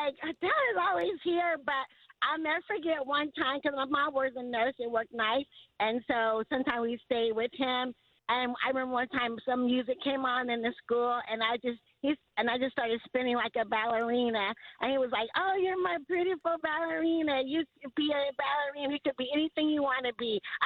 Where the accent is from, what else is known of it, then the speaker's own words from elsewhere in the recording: Lima, Ohio, United States; also born or lived in Kentucky; My dad, it was me and my brother. We grew up in Lima, Ohio, until we moved to Kentucky